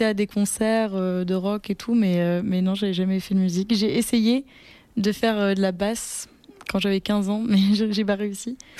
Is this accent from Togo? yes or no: no; Nouvelle-Aquitaine, France; moi, j'ai grandi en Charente, pas, où il n'y avait pas la mer, du coup, mais de la très belle campagne.